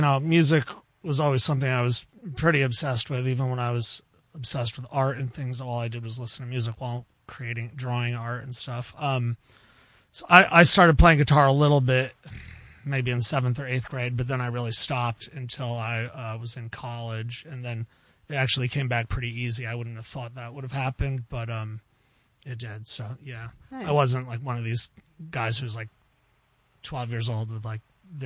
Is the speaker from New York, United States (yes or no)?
yes; New Paltz, New York, United States; now in Woodstock, United States; I grew up in New Paltz, live in Woodstock for a while now.